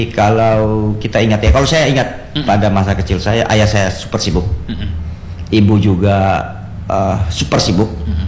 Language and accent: Indonesian; North Maluku, Indonesia; Saya berasal dari Maluku Utara, hidup di kampung, orang tua nelayan, ibu seorang petani.